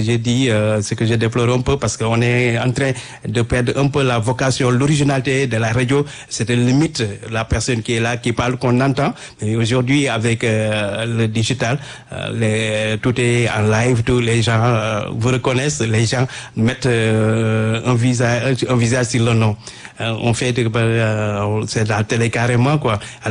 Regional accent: Pout, Thiès, Senegal; also born or lived in Dakar / Rufisque; c'est un Sénégalais, un citoyen sénégalais qui est né à Dakar, mais qui a grandi à Poutre. Ma ville d'origine, c'est Poutre. J'habite à Poutre dans la région de Thiès. C'est là-bas que j'ai fait mes études primaires.

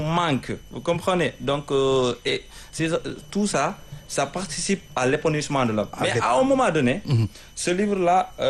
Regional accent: Casamance, Senegal; moved away as an adult; now in Dakar, Senegal; Donc, moi, je viens de la Casamance, comme je l'ai dit tantôt.

